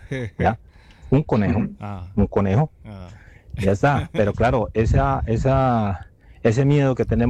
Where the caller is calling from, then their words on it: Andalusia, Spain; llamo desde Andalucía, España.